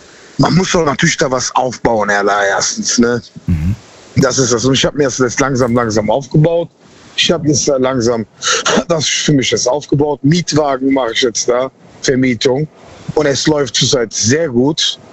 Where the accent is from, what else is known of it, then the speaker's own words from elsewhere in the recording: Cologne, North Rhine-Westphalia, Germany; Ja, aus Köln.